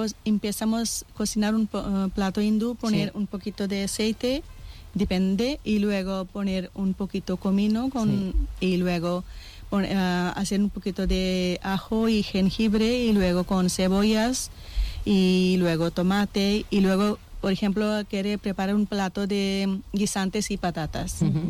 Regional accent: India; Spanish is a second language; now in Spain

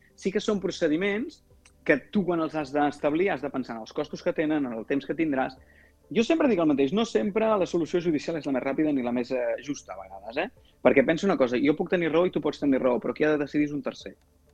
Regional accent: Catalonia, Spain; jo que sóc d'Osona

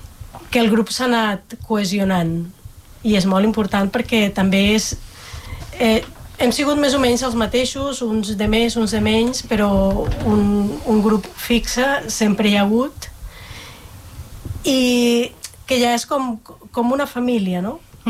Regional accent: Colombia; Catalan is a second language; now in Catalonia, Spain; I jo sóc de Colòmbia i porto, ara al setembre farà 30 anys que sóc a Catalunya, i en aquests 30 anys els he viscut tots a muntanya.

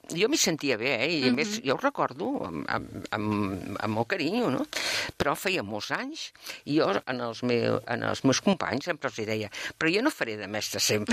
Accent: Mollet del Vallès, Catalonia, Spain; soc una persona que vaig néixer a Can Jornet de Gallecs l'any 1945, per tant, tinc 81 anys, i m'he passat la vida entre Gallecs, Mollet, i una miqueta, i també, doncs, no sé, he viatjat, he anat a treballar un any a Canàries

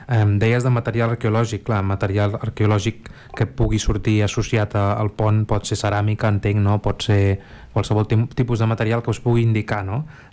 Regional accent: Esparreguera, Catalonia, Spain; jo sóc d'Esparreguera

